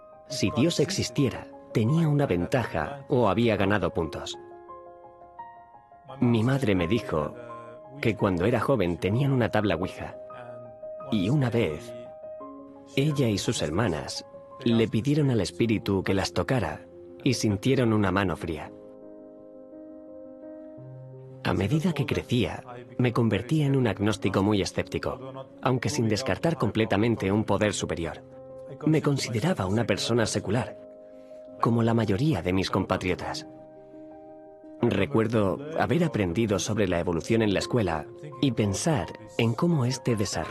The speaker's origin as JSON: {"language": "Spanish", "town": "Tartu", "region": "Tartu County", "country": "Estonia", "tie": "born or raised there", "also_born_or_lived": "Tallinn", "said": "Durante los primeros 7 años de mi vida, crecí en Tallinn, la capital de Estonia. Y luego nos mudamos a Tartu, que es la segunda ciudad más grande."}